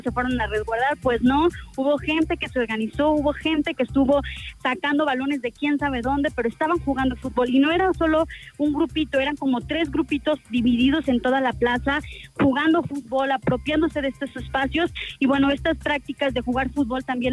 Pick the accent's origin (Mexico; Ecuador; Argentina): Mexico; nos pertenece como mexicanos